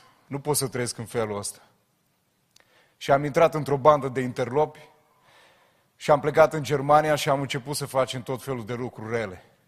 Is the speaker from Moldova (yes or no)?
no; Constanța, Constanța County, Romania; moved away as an adult; now in Onești, Romania; Eu m-am născut la Constanța, deși actualmente locuiesc la Onești.